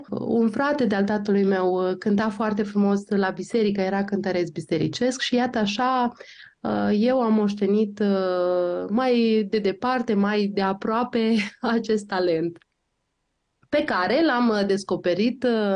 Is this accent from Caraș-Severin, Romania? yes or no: no; Prisăcani, Iași County, Romania; M-am născut în Iași, am copilărit pe malul Prutului